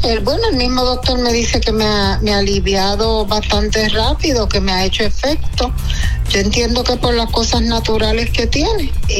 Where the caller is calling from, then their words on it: Cidra, Puerto Rico; Tengo 52 años y soy ama de casa.